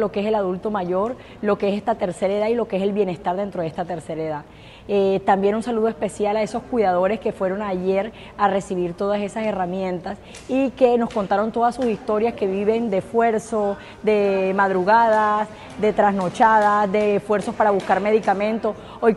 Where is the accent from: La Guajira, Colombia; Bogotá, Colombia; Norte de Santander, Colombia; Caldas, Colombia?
La Guajira, Colombia; San Juan del Cesar; de visitar mi pueblo